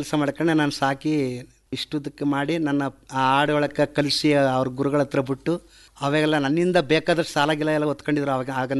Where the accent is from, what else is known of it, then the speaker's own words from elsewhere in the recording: Rammanahalli, Karnataka, India; ನಮ್ಮ ರಮ್ಮನಹಳ್ಳಿಯವರೇ.